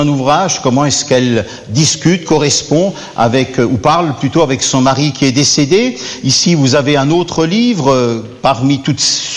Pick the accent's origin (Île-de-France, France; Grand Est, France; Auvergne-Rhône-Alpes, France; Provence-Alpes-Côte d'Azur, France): Grand Est, France; Strasbourg; Il fait bien doux chez vous, bien agréable par rapport à l'est de la France, Strasbourg, d'où je viens.